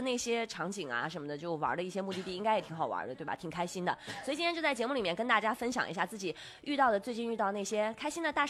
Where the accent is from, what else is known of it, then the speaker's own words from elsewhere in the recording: Inner Mongolia, China; 我是内蒙古人。我们当地最产酸奶了好不好。